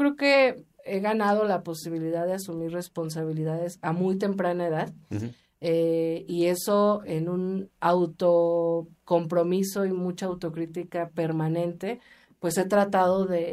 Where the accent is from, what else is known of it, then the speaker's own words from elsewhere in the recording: Mexico City, Mexico; la Agrícola Oriental, que es de donde yo soy, en Iztacalco